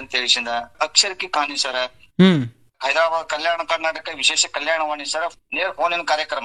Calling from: Arjunagi, Karnataka, India; Afzalpur taluk ಅರ್ಜುನಿಗೆ ಕುಗ್ರಾಮ್ sir.

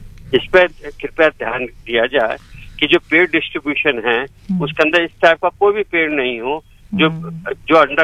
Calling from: Ghaziabad, Uttar Pradesh, India; मैं गाजियाबाद से बोल रहा हूँ

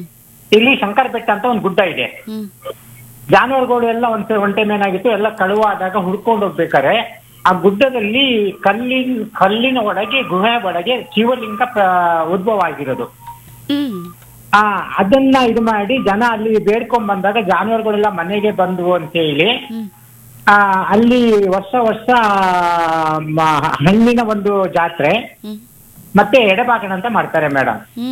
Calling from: Shankaraghatta, Karnataka, India; ನಾವು ಶಿವಮೊಗ್ಗ ಜಿಲ್ಲೆ ಶಂಕರಘಟ್ಟ ಕುವೆಂಪು ವಿಶ್ವವಿದ್ಯಾನಿಲಯ

